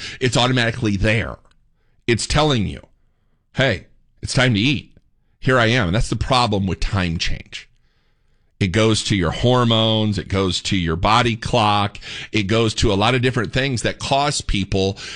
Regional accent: Indiana, United States; moved away; coming from Indiana, I'm a Yankee. That's another tidbit, by the way. But I can remember growing up in Indiana.

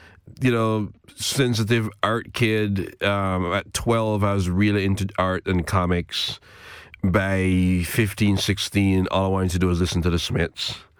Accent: Portmore, Saint Catherine, Jamaica; also born or lived in Kingston; Wow, I was Kingston adjacent, actually. I was in a suburb called Portmore.

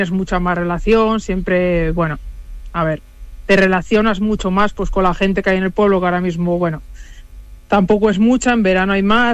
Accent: Asturias, Spain; moved away; Pues yo soy asturiana

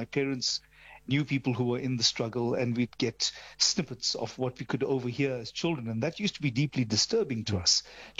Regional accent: Tongaat, KwaZulu-Natal, South Africa; born or raised there

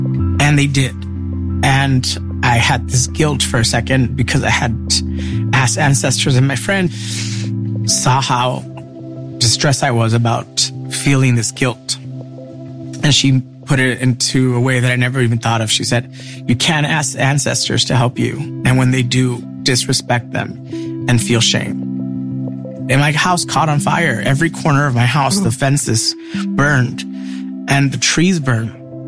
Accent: California, United States; I was born in Los Angeles. I grew up in SGV in San Gabriel Valley.

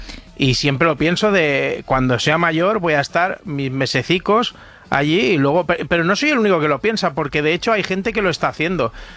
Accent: Villarrabines, Castile and León, Spain; Bueno, ya sabes que yo hago mucha bandera de mi pueblo, de Villarrabines, que además tiene, no, no, digamos que no tiene uno de los nombres más bonitos.

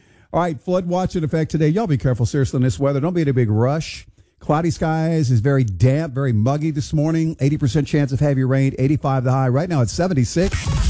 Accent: Houston, Texas, United States; now in Lafayette, United States; My hometown, Houston

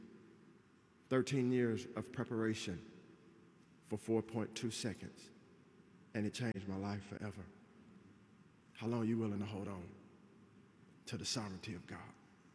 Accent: Texas, United States; I'm from Texas, it would have been an easy deal.

